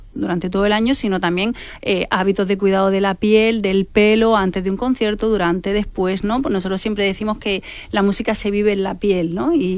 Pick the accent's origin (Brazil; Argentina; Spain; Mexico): Spain; Almería, Andalusia; yo que soy de Almería